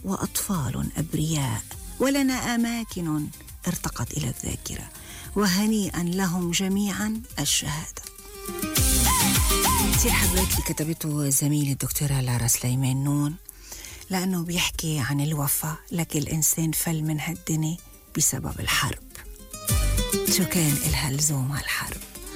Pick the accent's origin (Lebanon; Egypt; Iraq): Lebanon; نحن لبنانية